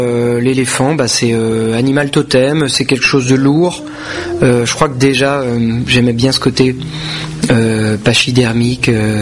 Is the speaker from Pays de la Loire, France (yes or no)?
yes; Nantes, Pays de la Loire, France; on vient de Nantes